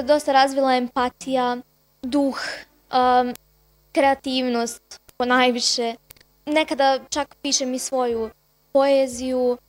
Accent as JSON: {"language": "Bosnian", "town": "Vlasenica", "region": "Republika Srpska", "country": "Bosnia & Herzegovina", "said": "Iz osnovne škole došla sam iz Vlasenice."}